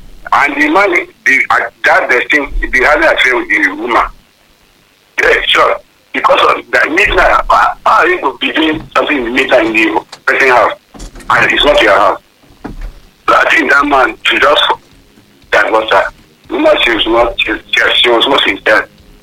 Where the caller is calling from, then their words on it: Hokkaido, Japan; calling from Hokkaido.